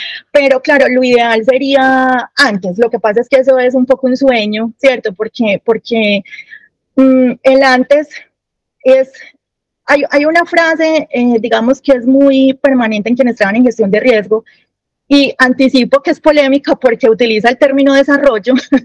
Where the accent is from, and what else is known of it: Colombia